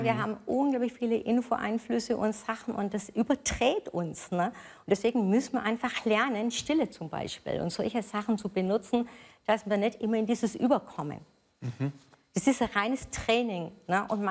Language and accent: German; Nuremberg, Bavaria, Germany; ich komme aus Nürnberg